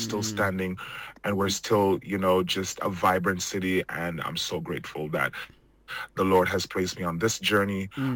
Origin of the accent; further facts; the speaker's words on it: Jamaica; accent: Jamaican; when I get so angry or when I get so excited, my Jamaican accent come out, right? And I just bring my culture everywhere.